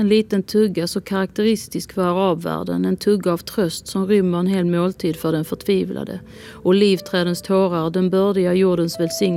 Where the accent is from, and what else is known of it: Palestine